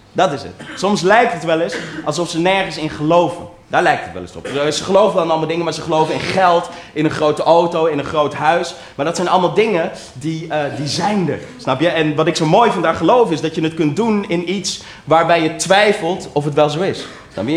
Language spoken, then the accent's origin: Dutch; North Holland, Netherlands; Maar ik ben opgegroeid in het Gooi, snap je?